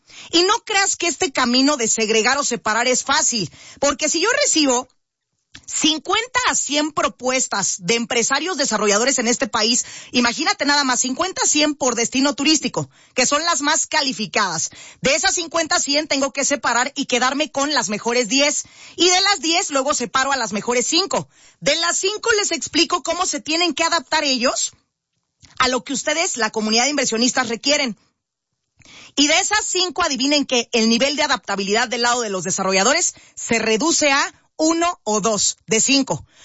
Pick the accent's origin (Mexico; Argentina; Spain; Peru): Mexico; como empresaria mexicana de 34 años de edad